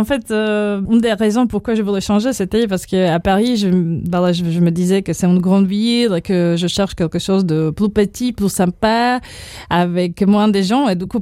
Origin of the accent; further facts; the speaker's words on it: Bratislava, Bratislava Region, Slovakia; French is a second language; Donc, chez nous à Bratislava, c'est le lycée Metodova.